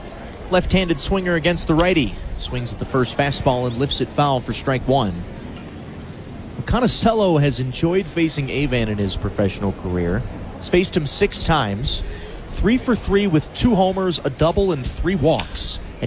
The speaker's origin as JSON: {"language": "English", "region": "Michigan", "country": "United States", "tie": "born or raised there", "moved": "yes", "said": "back in my home state of Michigan"}